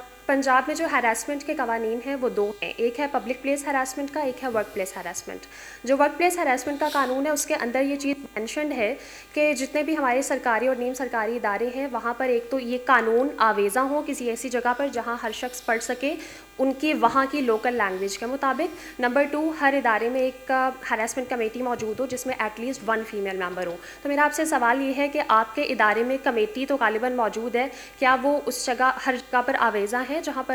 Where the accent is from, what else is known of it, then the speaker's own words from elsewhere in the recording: Chichawatni, Punjab, Pakistan; میرا تعلق چیچا وطنی سے ہے اور جی سی یونیورسٹی سے گریجویٹڈ ہوں.